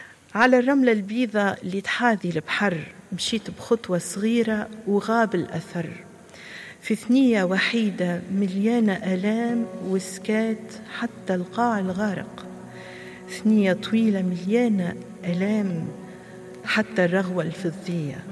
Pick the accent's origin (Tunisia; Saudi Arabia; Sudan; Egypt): Tunisia